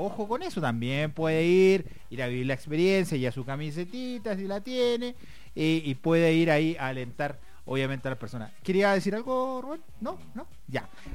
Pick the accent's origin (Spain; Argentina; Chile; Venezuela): Chile; yo soy chileno